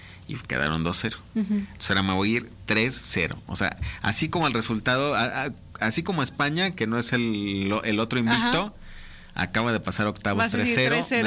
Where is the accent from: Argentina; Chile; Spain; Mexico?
Mexico